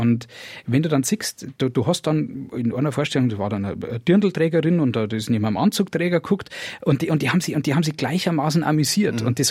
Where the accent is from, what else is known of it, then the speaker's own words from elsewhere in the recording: Bavaria, Germany; accent: Bavarian; da habe ich gemerkt, wie unangenehm mir das war, wenn man mich als Bayern geoutet hat.